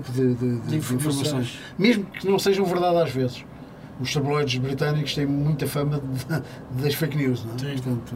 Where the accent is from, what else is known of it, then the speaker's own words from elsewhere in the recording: Portugal; somos portugueses